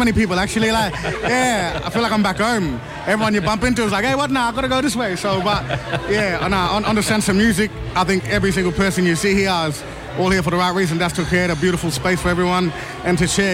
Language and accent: English; Wyndham, Western Australia, Australia; proud Noongar man, but raised in the East Kimberley little town called Wyndham. EK.